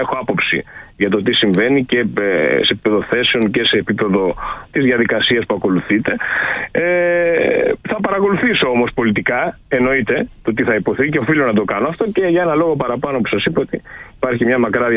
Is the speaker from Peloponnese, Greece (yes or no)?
yes; Xylokastro, Peloponnese, Greece; η πατρίδα μου, Ηρακλής Ξυλοκάστρου.